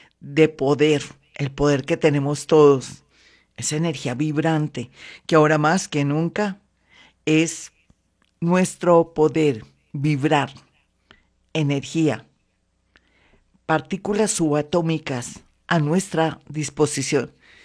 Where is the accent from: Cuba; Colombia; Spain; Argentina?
Colombia; amamos a nuestra Colombia, apreciamos a nuestra Colombia, adoramos a Colombia